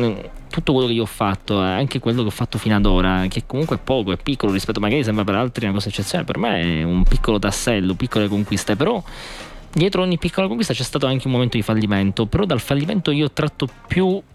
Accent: Palermo, Sicily, Italy; moved away; Sono figlio di una terra molto particolare, lo sai, tu sei calabrese, io sono siciliano

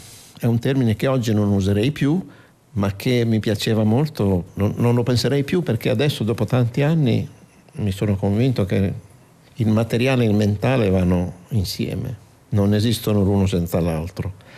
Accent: Imola, Emilia-Romagna, Italy; noi siamo di Imola, Romagna, la Romagna di provincia bolognese

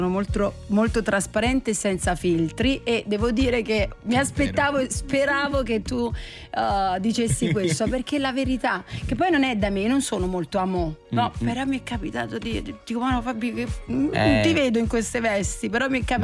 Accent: Naples, Campania, Italy

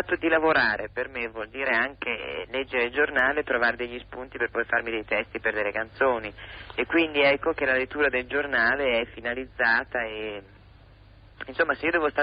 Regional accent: Genoa, Liguria, Italy; born there; now in Milan, Italy; E io sono nata a Genova, però sono figlia di milanesi e vivo a Milano.

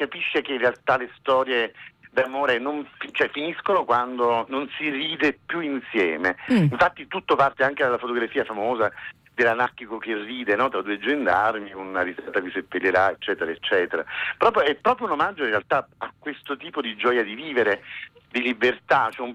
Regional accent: Caserta, Campania, Italy; also born or lived in Naples; now in Zaragoza, Spain; io sono originario di Caserta

